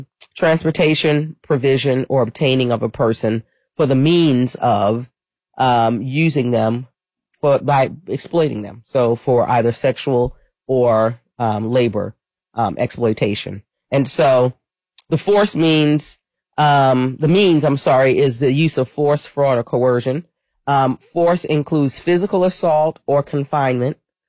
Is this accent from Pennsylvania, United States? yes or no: no; Queens, New York, United States; moved away; I tell you, I'm a New Yorker. Mm-hmm. Been here for 32 years, but I'm still a New Yorker. Grew up in Queens, New York, and family of law enforcement folks.